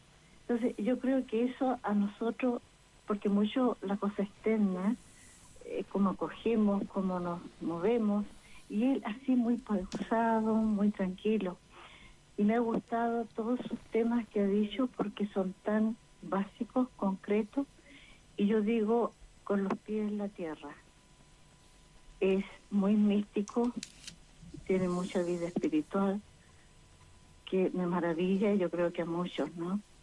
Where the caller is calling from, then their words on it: Santiago, Santiago Metropolitan Region, Chile